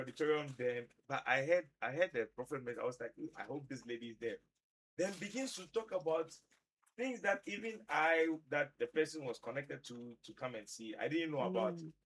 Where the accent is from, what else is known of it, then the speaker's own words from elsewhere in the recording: Tamale, Northern Region, Ghana; And the lady came all the way from the north. I'm from Tamale.